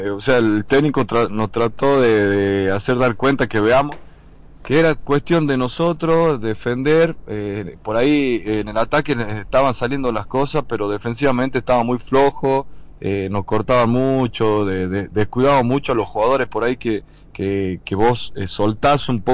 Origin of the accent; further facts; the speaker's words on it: Lules, Tucumán, Argentina; Yo soy de Lule y jugaba en Brown al fútbol.